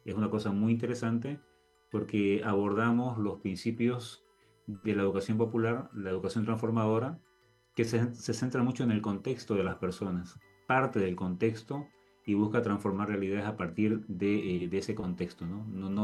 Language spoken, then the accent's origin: Spanish; Bolivia; soy de Bolivia, estoy en la parte más oriental del país, estoy aquí cerca de Brasil realmente, una zona muy cálida, muy linda